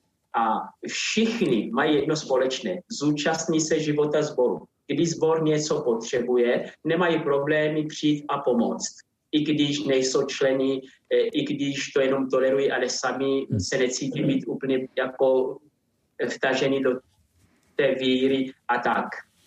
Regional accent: Angola; Czech is a second language; moved away as an adult; now in Czech Republic; pořád se cítím zároveň i jako Angolán a Česko beru jako svůj druhý domov.

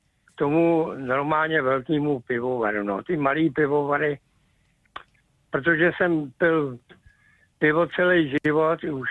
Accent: Prague, Czechia; protože jsem ze Smíchova, z Jinonic, ze Slivence

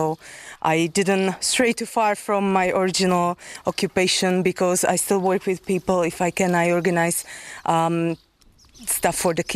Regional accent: Slovakia; English is a second language; also born or lived in Ireland; now in Czechia; I'm from Slovakia

